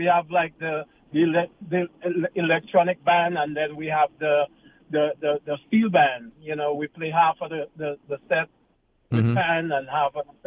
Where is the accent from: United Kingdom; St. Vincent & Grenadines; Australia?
St. Vincent & Grenadines; born there; because I was born in St. Vincent and the Grenadines.